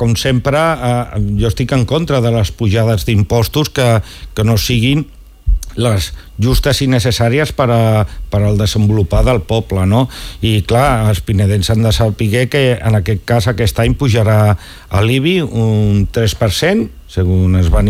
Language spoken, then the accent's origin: Catalan; Catalonia, Spain; per mi que sóc català